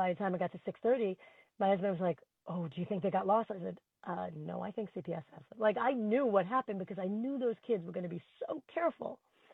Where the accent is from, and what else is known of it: Flushing, New York, United States; born or raised there